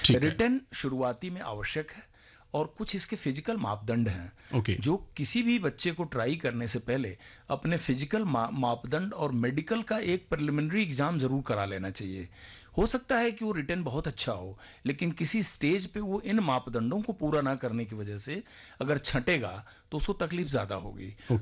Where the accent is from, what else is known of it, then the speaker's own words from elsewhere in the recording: Chauri Chaura, Uttar Pradesh, India; میں ایک بڑے مشکل علاقے میں پیدا ہوا تھا, چوری چورا تحصیل گورکھپور ڈسٹرکٹ.